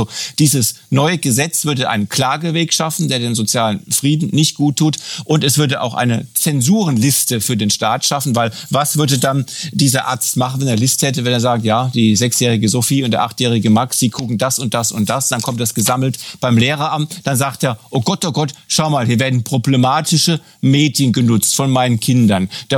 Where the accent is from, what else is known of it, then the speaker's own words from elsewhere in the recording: West Germany, Germany; Ich bin da als Wessi draußen vor.